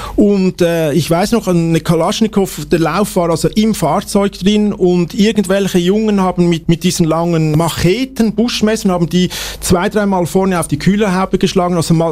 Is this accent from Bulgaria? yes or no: no; Switzerland; dass die gesehen haben, ich bin Schweizer.